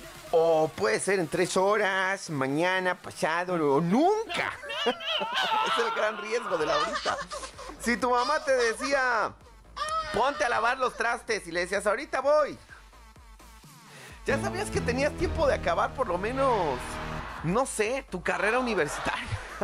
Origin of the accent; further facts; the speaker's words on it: Mexico; Y me dice, ¿de dónde eres? Le digo, soy mexicano.